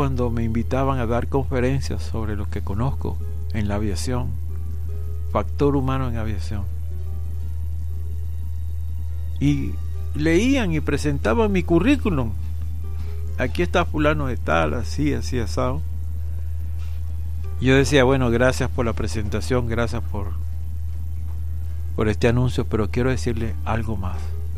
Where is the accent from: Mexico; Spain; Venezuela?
Venezuela